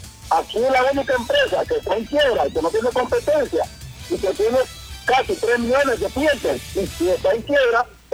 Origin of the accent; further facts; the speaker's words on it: Honduras; born there; moved away as an adult; also born or lived in Costa Rica; estuve 8 años en Costa Rica y después de la pandemia estoy aquí en Honduras. Yo soy hondureño, nací en Honduras.